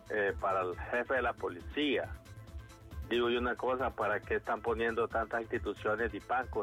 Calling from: Honduras; Yo soy hondureño.

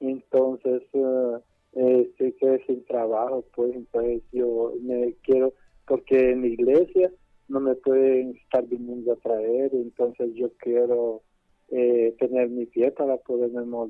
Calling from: Tegucigalpa, Francisco Morazán, Honduras; De aquí, de la Torocagua, la 1 de diciembre.

